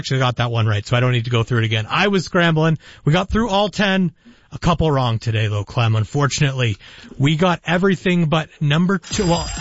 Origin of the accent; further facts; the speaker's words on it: Hamilton, Ontario, Canada; Coming up after the break, we're going to talk about some news coming out of my hometown, Hamilton.